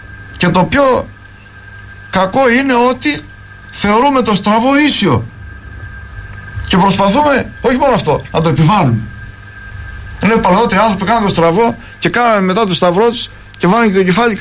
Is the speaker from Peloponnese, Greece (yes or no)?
yes; Peloponnese, Greece; θυμάμαι στα μέρη μας σε ένα χωριό εκεί, στα Αρκαδία